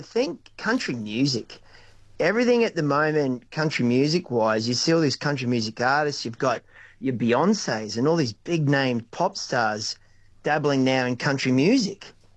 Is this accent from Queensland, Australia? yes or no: yes; Townsville, Queensland, Australia; moved away; I grew up in Townsville.